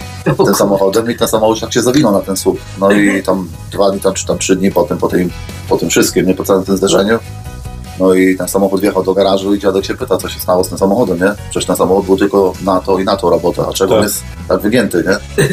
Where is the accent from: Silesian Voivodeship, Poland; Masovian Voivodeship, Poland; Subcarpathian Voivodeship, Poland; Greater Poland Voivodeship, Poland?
Subcarpathian Voivodeship, Poland; Przemyśl; bo mówi, że na przykład jest taka góra u nas w Przemyślu, że ja pochodzę z Przemyśla